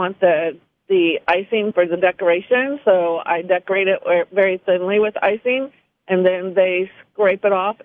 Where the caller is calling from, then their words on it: Bluffton, Indiana, United States; I'm from Bluffton.